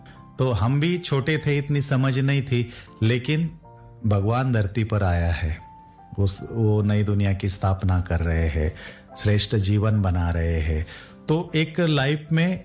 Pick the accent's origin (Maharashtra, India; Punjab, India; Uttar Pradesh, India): Maharashtra, India; Shrirampur; born there; और मेरा लौकिक जो जन्म है वो महाराष्ट्र में अहमदनगर डिस्ट्रिक्ट में श्रीरामपुर तहसील में हुआ 1975 में।